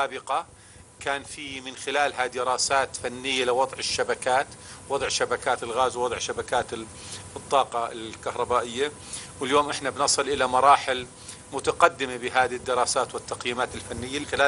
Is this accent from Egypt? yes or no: no; Jordan; الموجودة عندنا بالأردن